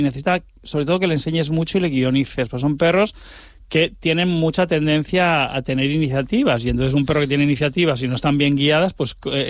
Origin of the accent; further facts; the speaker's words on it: Montgat, Catalonia, Spain; also born or lived in Premià de Mar; yo soy catalán, pero vamos, nacido en Premia de Mar, es decir, en la costa del Maresme, y luego yo vivía en Montgat, que está entre Badalona y Masnou, es decir, en la costa del Maresme, pegadito a Barcelona